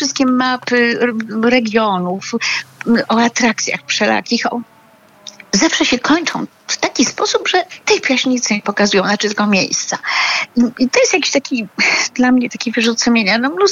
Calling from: Warsaw, Masovian Voivodeship, Poland; Ja jestem warszawianką, nie pomorzanką

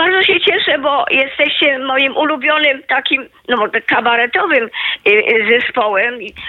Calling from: Kraków, Lesser Poland, Poland; Dzwonię z Krakowa

